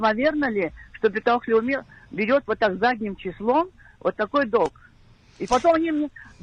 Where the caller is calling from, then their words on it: Katzrin, Israel; я из Катрина.